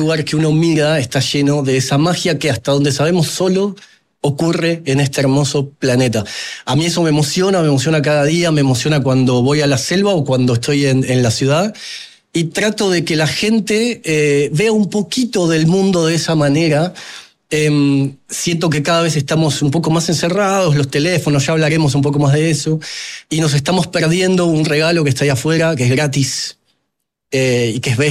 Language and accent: Spanish; Argentina; donde junto con un colega, yo soy de Argentina, un colega de Uruguay y uno de Chile, contamos nuestra experiencia tratando de entrar a esta industria